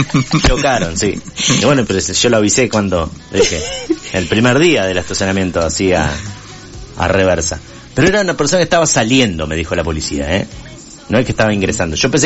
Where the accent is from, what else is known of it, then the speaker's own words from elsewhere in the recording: Entre Ríos, Argentina; now in Urdinarrain, Argentina; Pero yo vivo en Urdinarrain